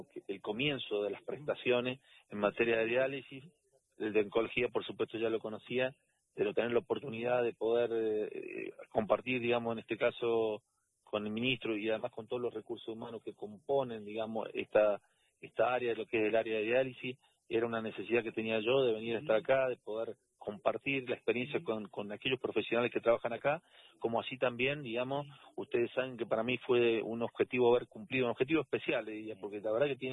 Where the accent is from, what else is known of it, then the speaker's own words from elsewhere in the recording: San Juan, Argentina; Pues somos todos sanjuaninos